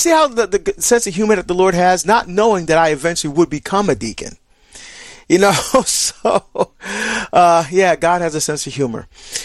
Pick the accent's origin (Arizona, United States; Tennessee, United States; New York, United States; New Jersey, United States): New Jersey, United States; see, I grew up in the Archdiocese of Newark, back in my home state of New Jersey.